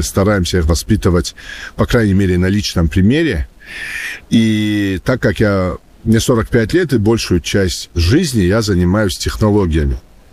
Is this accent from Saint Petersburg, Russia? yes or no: no; North Ossetia–Alania, Russia; moved away; В регионе, откуда я родом, из Алании